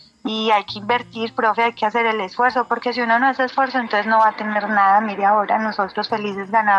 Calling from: Bello, Antioquia, Colombia; Llamo de Bello, Antioquia

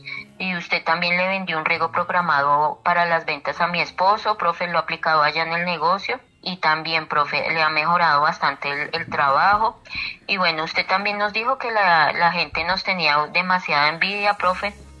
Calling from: Medellín, Antioquia, Colombia; le estoy marcando acá desde Medellín, desde el barrio El Pomar.

